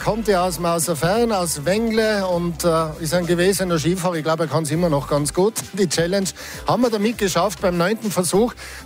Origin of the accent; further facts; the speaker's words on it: Innsbruck, Tyrol, Austria; wenn ich als Innsbrucker nach Berwang komme